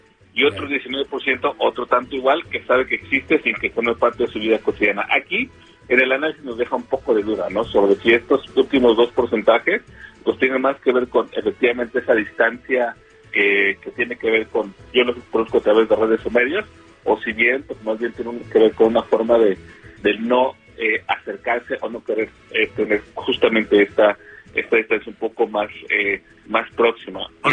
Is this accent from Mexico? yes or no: yes; Mexico; Al fin de cuentas, así somos los mexicanos también.